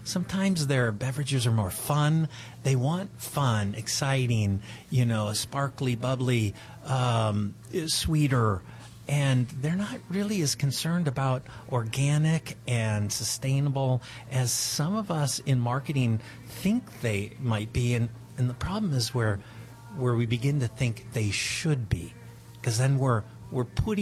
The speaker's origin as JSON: {"language": "English", "town": "Los Angeles", "region": "California", "country": "United States", "tie": "born or raised there", "also_born_or_lived": "Cucamonga Valley, Ontario, California", "said": "Well, coming out of Southern California in the Los Angeles area, I grew up in the Hollywood, L.A. area."}